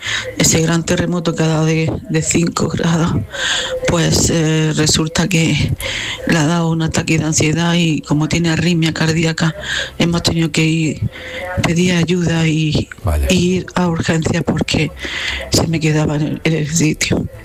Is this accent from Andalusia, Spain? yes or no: yes; Granada, Andalusia, Spain; Hola, y soy de Granada.